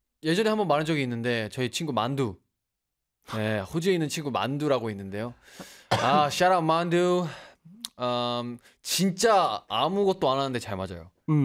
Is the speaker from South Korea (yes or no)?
no; Australia; first language English; Korean is a second language; English is my first language, guys. I'm Australian.